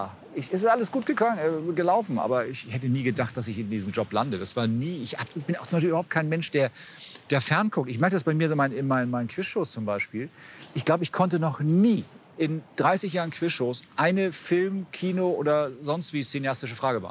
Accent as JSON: {"language": "German", "region": "Bremen", "country": "Germany", "lives_now": "Hamburg, Germany", "said": "Du darfst ja als Bremer dann hier nichts wegschmeißen, wenn du in Hamburg nicht gemeldet bist."}